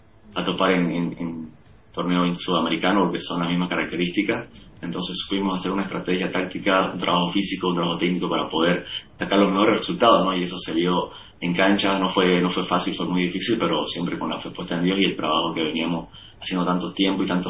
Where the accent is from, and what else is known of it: Bolivia